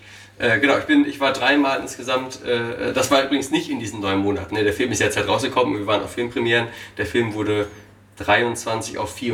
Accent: Osnabrück, Lower Saxony, Germany; Also ich komme aus Osnabrück, Norddeutschland.

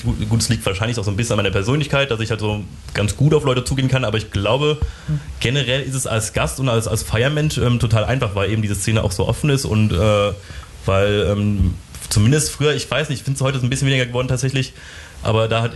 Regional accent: Bonn, North Rhine-Westphalia, Germany; now in Cologne, Germany; Ich bin dann auch nach Köln gezogen und so. Ich komme eigentlich dann ursprünglich aus Bonn.

